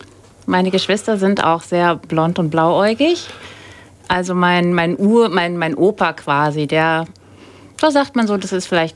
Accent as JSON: {"language": "German", "town": "Wiesbaden", "region": "Hesse", "country": "Germany", "tie": "born or raised there", "said": "Ich bin in Wiesbaden geboren, wie die Familie ist schon seit Jahren in Wiesbaden. Ich lebe in Wiesbaden und ich bleibe, glaube ich, auch in Wiesbaden."}